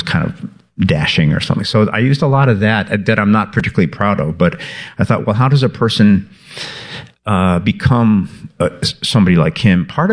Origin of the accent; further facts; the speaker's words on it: Chicago, Illinois, United States; I grew up in Chicago on the South Side, and there was a very, you know, very male-centered time.